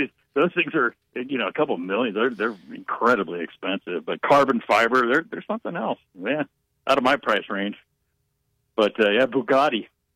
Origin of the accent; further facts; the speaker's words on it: Ohio, United States; I'm from Ohio. Come on, man.